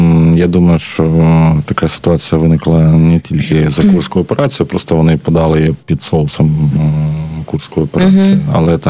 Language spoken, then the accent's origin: Ukrainian; Stakhanov, Luhansk Oblast, Ukraine; там мог написати, «Стаханов – це Росія». І вони почали шукати, хто це міг написати, і зрозуміло, що я теж місцевий, що я з того ж міста, але так вважаю.